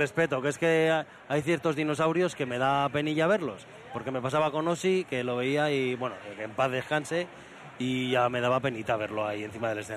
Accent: Logroño, La Rioja, Spain; Yo soy de Logroño y tenemos ese turismo

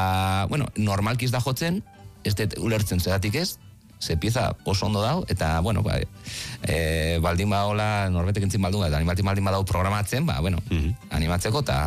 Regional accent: Bilbao, Basque Country, Spain; Bilbotarra naiz peto-petoa la peñakoa

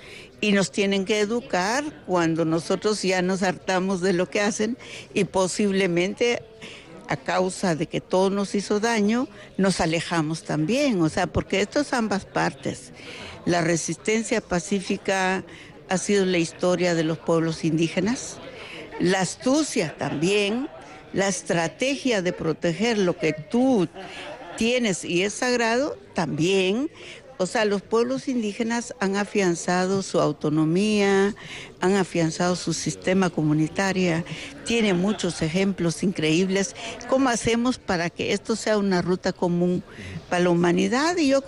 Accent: Guatemala; now in Mexico; yo en realidad soy guatemalteca mexicana

